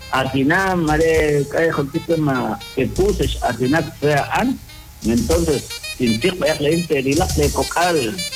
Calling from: Fray Bartolomé de las Casas, Alta Verapaz, Guatemala

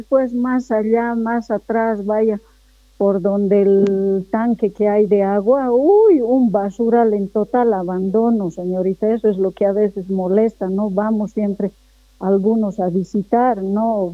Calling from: Uncía, Potosí, Bolivia; yo estoy llamando de Uncía

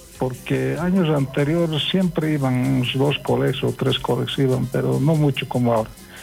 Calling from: Poopó, Oruro, Bolivia

